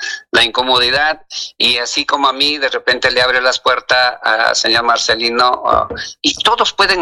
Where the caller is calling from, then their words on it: Huancayo, Junín, Peru; Yo soy de Huancayo